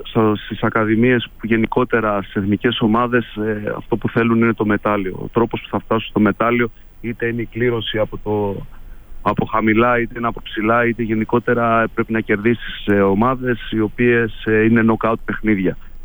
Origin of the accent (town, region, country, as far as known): Greece